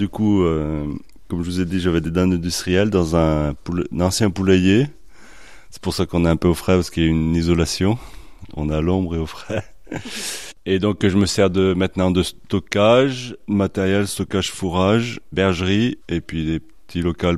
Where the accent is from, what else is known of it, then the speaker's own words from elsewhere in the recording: Périgneux, Auvergne-Rhône-Alpes, France; Oui, je suis originaire de Périgneux. Je suis né sur Périgneux. Mes parents avaient déjà une ferme que j'ai reprise en 2000.